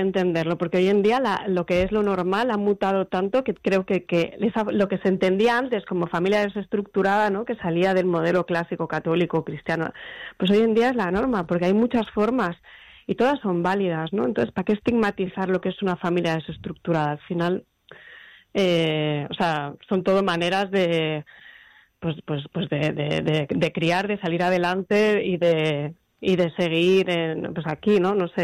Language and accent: Spanish; Gijón, Asturias, Spain